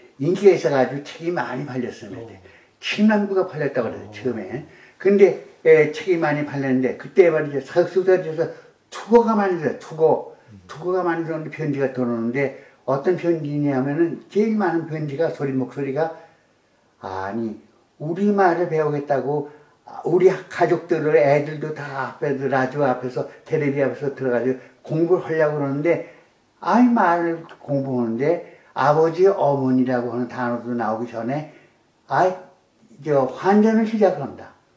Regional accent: Seoul, South Korea; born there; moved away; 나 서울 태생인데

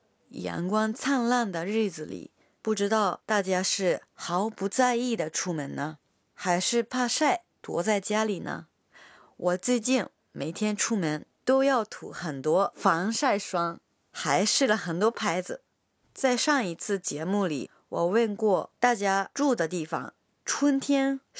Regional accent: Yamaguchi, Japan; Chinese is a second language; moved away; 我的故乡山口也有不少美景，有些景色我从小就特别熟悉。

